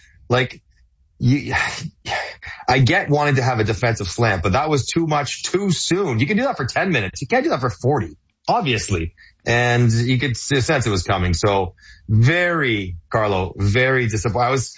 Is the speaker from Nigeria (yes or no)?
no; Canada; I'm Canadian, not English